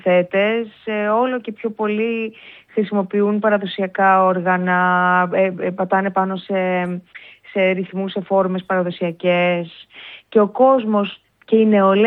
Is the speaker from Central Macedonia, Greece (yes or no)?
no; Ikaria, North Aegean, Greece; εγώ είμαι από την Ικαρία